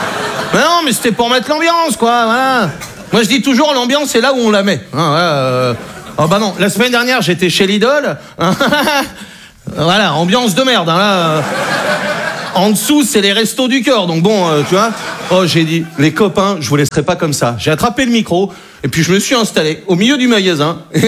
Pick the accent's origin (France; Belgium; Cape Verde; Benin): France; Brittany; je suis breton, j'ai 20 ans.